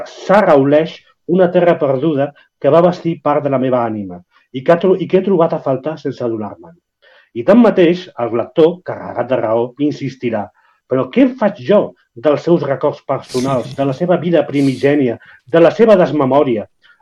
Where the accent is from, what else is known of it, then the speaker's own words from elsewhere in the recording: Barcelona, Catalonia, Spain; jo que sóc de Barcelona ciutat, és a dir, que no sóc de l'àmbit rural